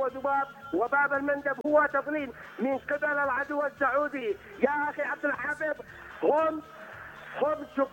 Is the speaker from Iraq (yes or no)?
no; Taiz, Taiz Governorate, Yemen; born there; now in Sanaa, Yemen; انا من تعز وولدت في تعز وابوس ترابك يا تعز